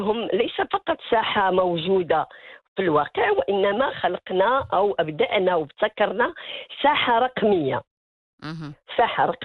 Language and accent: Arabic; Morocco; نحن كمغاربة